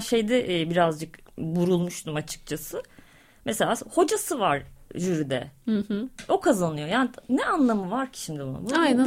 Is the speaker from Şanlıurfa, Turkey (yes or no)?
no; Gölcük, Kocaeli, Turkey; born there; Gölcük depremi oldu. Ben ortaokuldaydım o zaman. Biz başka bir şehre taşındık. Babamın memleketine taşındık.